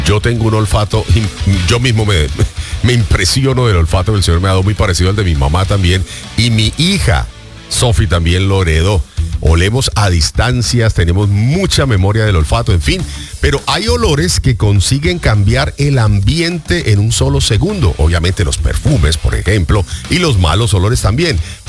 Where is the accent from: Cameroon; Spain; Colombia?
Colombia; Yo recuerdo mi niñez, por ejemplo, mi adolescencia en Colombia, cuando llovía, salía de la tierra un olor espectacular